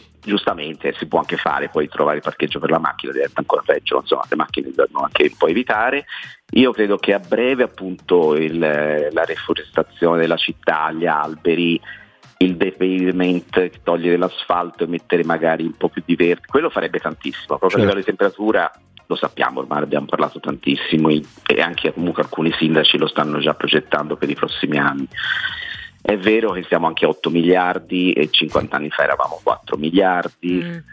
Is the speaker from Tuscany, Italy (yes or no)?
yes; Florence, Tuscany, Italy; perché poi sono fiorentino